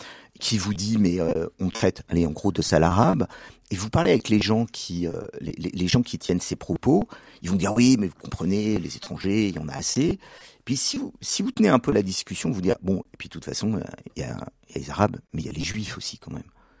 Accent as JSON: {"language": "French", "region": "Auvergne-Rhône-Alpes", "country": "France", "moved": "yes", "said": "je suis ardéchois. Donc je viens de Privas, je viens d'un petit village à côté de Privas."}